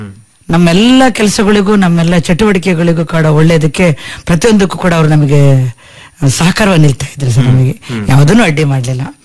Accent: Chikkamagaluru district, Karnataka, India; born or raised there

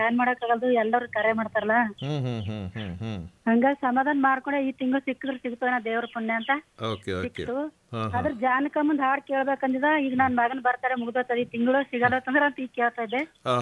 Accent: Kalaburagi, Karnataka, India; moved away; ನಾವು ಗುಲ್ಬರ್ಗ ಸರ್, ನಮ್ native place Gulbarga

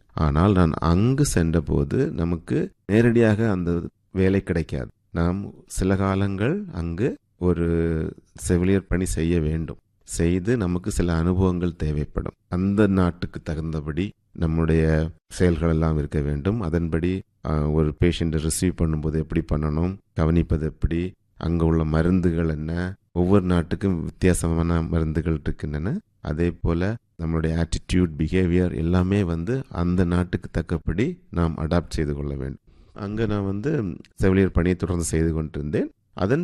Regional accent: Chembanvilai, Tamil Nadu, India; moved away as an adult; also born or lived in Coimbatore / Bengaluru; நான் பிறந்தது வளர்ந்தது எல்லாமே ஒரு நல்ல பசுமையான இயற்கை எழில் கொஞ்சம் ஒரு அழகான கிராமம், செம்பன் விளை என்று சொல்வார்கள். இது பாத்தீங்கன்னா குளச்சலுக்கும் அழகிய மண்டபத்துக்கும் இடைப்பட்ட ஒரு கிராமம். நான் பிறந்து வளர்ந்ததெல்லாம் அந்த கிராமம்தான்.

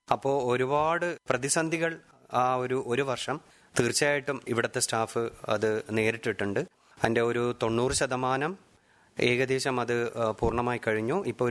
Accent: Kavaratti, Lakshadweep, India; also born or lived in Kiltan; നാട്ടിലേക്കാണ് വരുന്നത്, കവരത്തിയിലേക്ക് വരുന്നു

